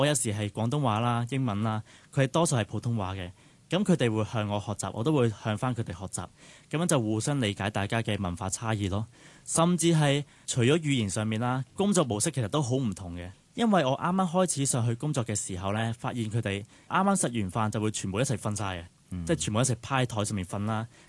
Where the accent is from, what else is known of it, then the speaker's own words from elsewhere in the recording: Hong Kong; 我身為一個香港人係完全從來冇聽過呢啲咁嘅術語咯